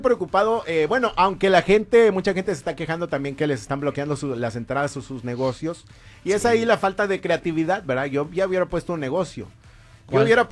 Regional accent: Mexico; Pero yo sí, a mí me da pena como mexicano, porque eso es lo que estamos mostrándole al mundo entero de cómo somos allá.

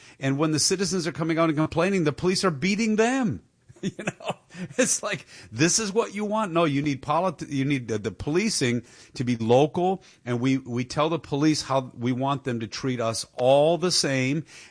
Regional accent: Michigan, United States; moved away; I think that's happening in my home state. My original home state. I don't live there now, obviously. But Michigan.

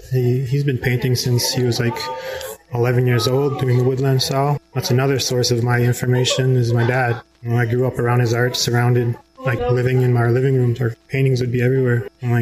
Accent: Thunder Bay, Ontario, Canada; also born or lived in Saskatchewan Lake, Ontario / Eagle Lake; I'm from Saskatchewan Lake, Ontario. I grew up in Thunder Bay.

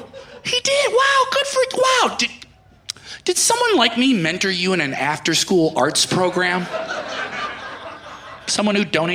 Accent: Chicago, Illinois, United States; I know the neighborhoods. I say it. I'm from the South Side of Chicago, all right?

